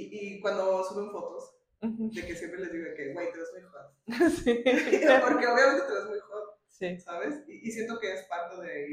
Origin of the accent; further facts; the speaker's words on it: Guadalajara, Jalisco, Mexico; porque yo porque crecí en la Guadalajara